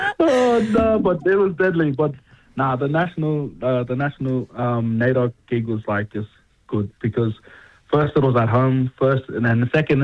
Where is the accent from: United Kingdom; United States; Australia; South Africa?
Australia; Alice Springs, Northern Territory; I'm from Alice Springs.